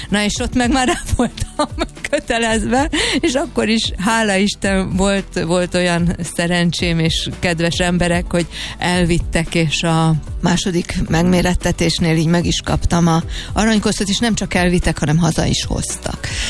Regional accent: Hungary; az egyedüli magyarországi aranykoszorús magyar nóta énekes voltam. Nem csak, hogy mint magyar aranykoszorús, hanem egyáltalán mint énekes Magyarországról.

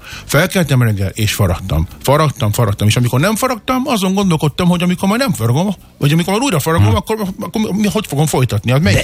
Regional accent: Balassagyarmat, Nógrád, Hungary; én Balassgyarmatról jöttem, engem nem ismert senki

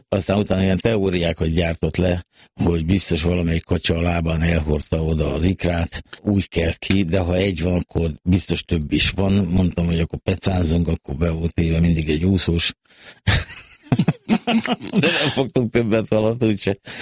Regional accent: Szentes, Csongrád-Csanád, Hungary; Szentesen nőttem fel

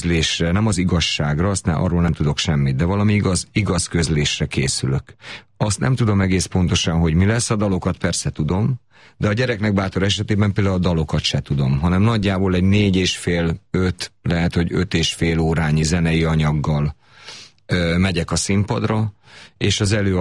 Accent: Ajka, Veszprém County, Hungary; moved away; Ajkán nőttem fel onnan 15 kilométerre

